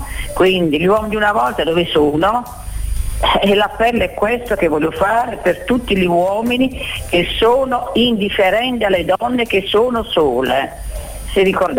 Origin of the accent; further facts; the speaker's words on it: Bari, Apulia, Italy; sono di Bari